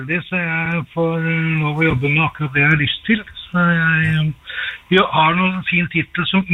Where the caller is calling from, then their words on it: Stange, Innlandet, Norway; jeg fra Stange.